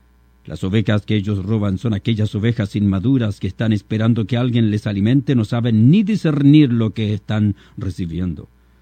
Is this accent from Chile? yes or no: yes; Chile; las paradas militares en mi país el 18 de septiembre en Chile o el 21 de mayo.